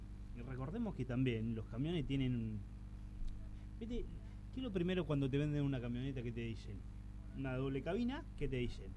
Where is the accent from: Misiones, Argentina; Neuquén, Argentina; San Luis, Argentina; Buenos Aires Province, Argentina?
Buenos Aires Province, Argentina; General Villegas; moved away; Pasa por General Villegas, de donde soy yo oriundo, límite con La Pampa, Córdoba y Santa Fe